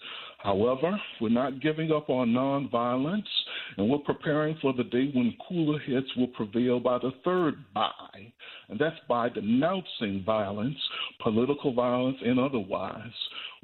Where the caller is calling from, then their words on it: Georgia, United States; I remind the audience, I'm calling from Georgia, where Dr. King did his greatest work